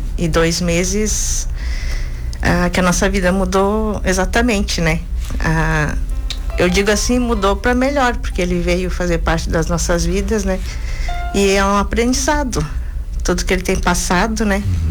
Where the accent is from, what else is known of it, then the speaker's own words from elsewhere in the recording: Urupema, Santa Catarina, Brazil; Sim, somos de Urupema.